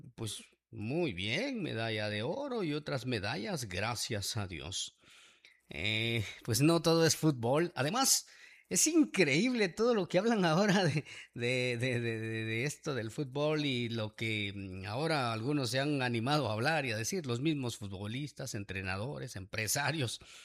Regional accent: Guatemala; Siendo guatemaltecos

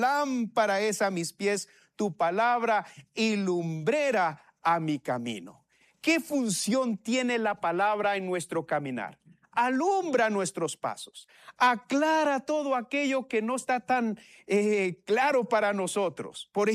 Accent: Sololá, Guatemala; born there; moved away; Allá en mi pueblo se habla el Sutuil.

